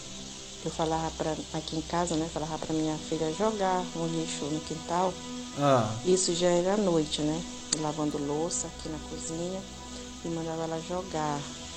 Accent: Maranhão, Brazil; eu já tava num lugar onde que eu fui criada, que era lá no Maranhão, né? Na rua de lá, já tava correndo lá.

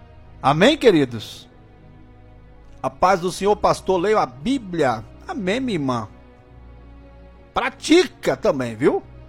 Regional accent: Tocantins, Brazil; also born or lived in Goiás; Falei igual mineiro agora, né? Apesar de ser goiano, né? Eu sou lá, eu sou do natural do Tocantins

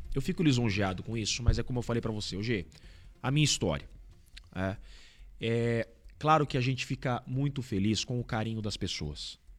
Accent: Curitiba, Paraná, Brazil; born there; Eu sou nascido em Curitiba. Meu pai é nascido em Bela Vista do Paraíso, que é do lado de Londrina, e a minha mãe é nascida em Paranaguá.

